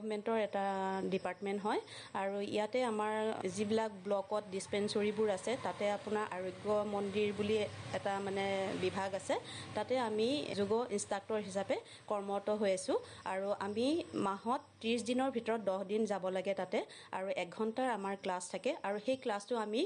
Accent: Nagaon, Assam, India; মোৰ ঘৰ চুতহৈবৰ, নগাঁও।

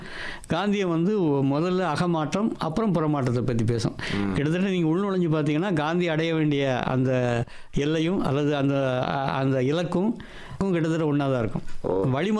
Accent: Kadayanallur, Tamil Nadu, India; born there; moved away; also born or lived in Madurai / Thirumangalam; ஐயா நான் வந்து என்னுடைய பூர்வீகம் வந்து கடையநல்லூர், அதாவது பழைய திருநெல்வேலி மாவட்டம், இப்போது கிடைக்கக்கூடிய தென்காசி மாவட்டம்.

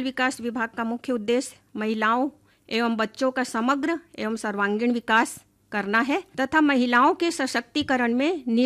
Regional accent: Raigarh, Chhattisgarh, India; now in Janjgir, India; मैं रायगढ़ से हूँ। अभी वर्तमान में जिला कार्यक्रम अधिकारी महिला बाल विकास विभाग जांजगीर में पदस्थ हूँ।

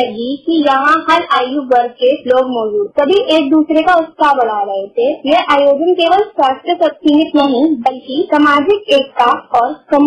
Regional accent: Rampur, Uttar Pradesh, India; मैं रामपुर से हूँ।

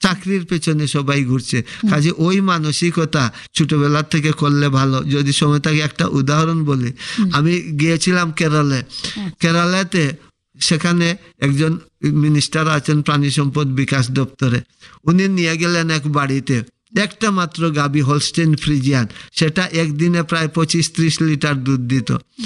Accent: Tripura, India

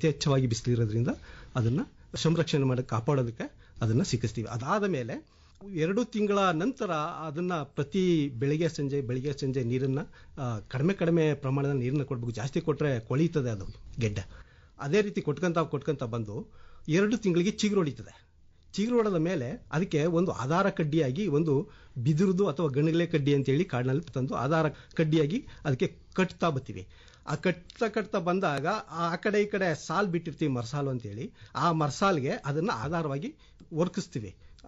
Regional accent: Udbur, Karnataka, India; ನಾನು ಮೂಲತಃ ಉದ್ಬೂರೇ, ಉದ್ಬೂರ ನಿವಾಸಿಯಾಗಿದ್ದೇನೆ. ನಾನು ಒಬ್ಬ ಸಮಗ್ರ ಕೃಷಿ ರೈತ

